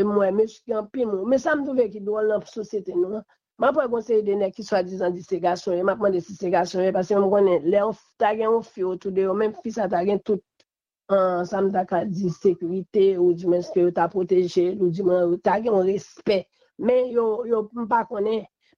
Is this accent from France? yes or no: no; Haiti; en tant que haïtien seulement, que nous avons.